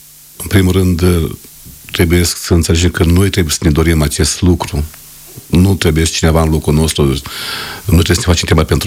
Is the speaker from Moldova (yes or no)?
yes; Moldova